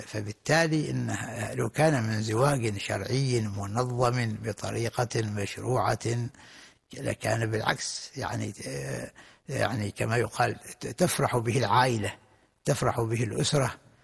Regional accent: Oman; حتى عندنا في عمان،

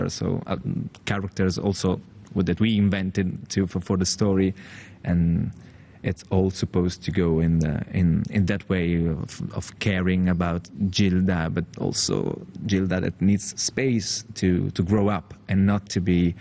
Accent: Italy

